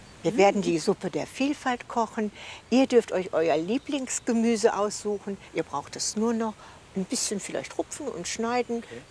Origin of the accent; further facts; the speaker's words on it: Minden, North Rhine-Westphalia, Germany; Meine Heimat, ich bin in Minden geboren